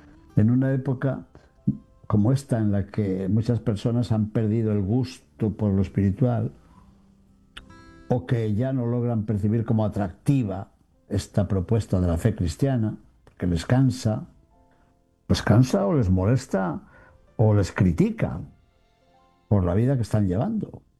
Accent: Cantabria, Spain; en mi tierra, sobre todo en Cantabria dirían cosucas

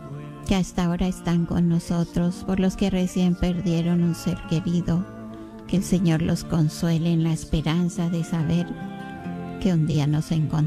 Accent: Colombia; en mi país, Colombia

